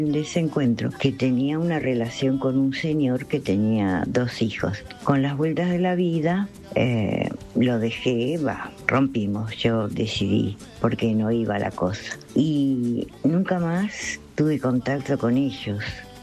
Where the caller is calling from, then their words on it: Mar del Plata, Buenos Aires Province, Argentina; Hola, soy de Mar del Plata. Hoy inauguro WhatsApp para hablar con vos.